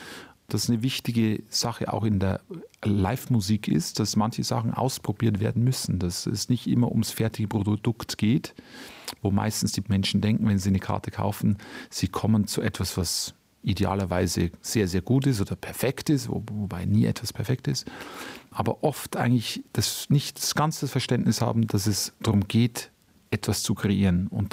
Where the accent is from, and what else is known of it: Bavaria, Germany; moved away